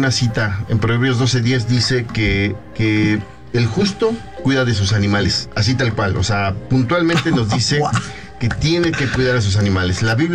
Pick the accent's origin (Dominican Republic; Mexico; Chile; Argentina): Mexico; Naucalpan, State of Mexico